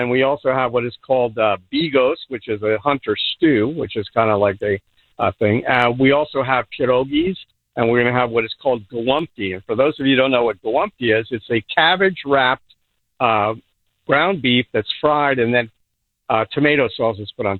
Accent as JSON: {"language": "English", "region": "New Jersey", "country": "United States", "tie": "born or raised there", "said": "Anyway, I grew up in New Jersey."}